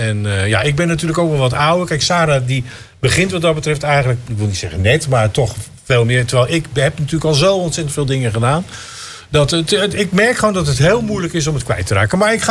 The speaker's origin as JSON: {"language": "Dutch", "region": "South Holland", "country": "Netherlands", "said": "Dat is weer een camping op Voorne Putten vlakbij waar ik vandaan kom."}